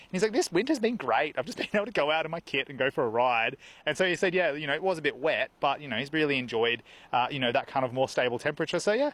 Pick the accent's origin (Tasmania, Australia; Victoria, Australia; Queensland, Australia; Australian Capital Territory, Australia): Queensland, Australia; I'm still a Queenslander and I get cold in the shade.